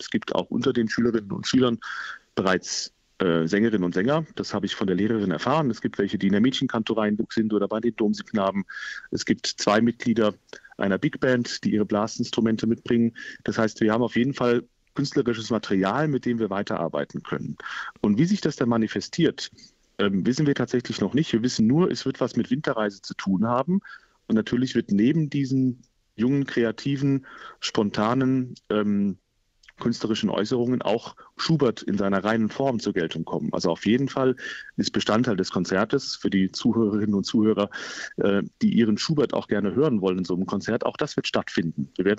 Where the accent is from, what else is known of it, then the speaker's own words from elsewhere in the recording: Limburg, Hesse, Germany; Tatsächlich auf meine Heimatstadt. Es ist immer was Besonderes, in Limburg zu sein. Ich bin da aufgewachsen, habe da musikalisch gehen gelernt.